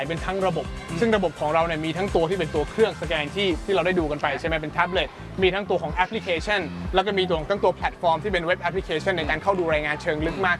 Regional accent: Ko Samui, Surat Thani, Thailand

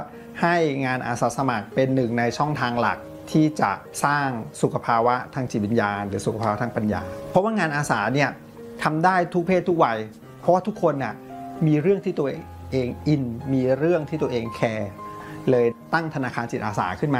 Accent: Bangkok, Thailand; เป็นเด็กกรุงเทพครับเกิดและโตที่กรุงเทพที่บ้านเนี่ยให้ความสำคัญกับการเรียนรู้มาก

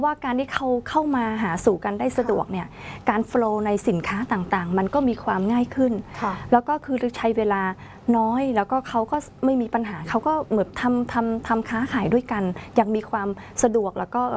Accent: Cambodia; บางคนก็อาจจะไม่ทราบว่าเราเป็นคนกัมพูชาด้วยซ้ำอย่างเงี้ยค่ะ

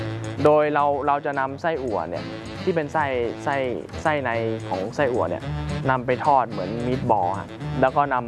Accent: Chiang Mai, Thailand; โดยกำเนิดผมเป็นคนภาคเหนืออยู่แล้วนะครับเป็นคนเชียงใหม่อยู่แล้วพ่อแม่ก็ให้กินอาหารเหนือตลอดโดยตั้งแต่เด็กก็กินอาหารเหนือ

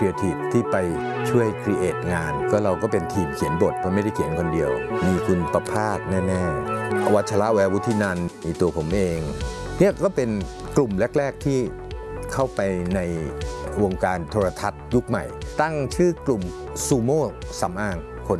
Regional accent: Bangkok, Thailand; born there; อายุก็ตอนนี้นะครับจริงๆแล้วก็64แล้วเกิดในกรุงเทพมหานครแต่คุณพ่อคุณแม่เป็นชาวสมุทรสงครามอัมพวาบางคนทีแถวๆนั้นนะครับมีคลองมีสวนเป็นชาวสวนกันมาก่อนแล้วก็โยกย้ายมาอยู่ในกรุงเทพ

